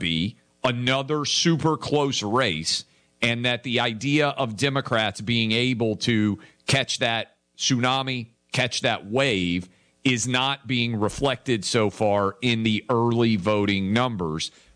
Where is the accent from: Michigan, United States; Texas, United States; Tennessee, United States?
Tennessee, United States; Places like my home state of Tennessee are now coming online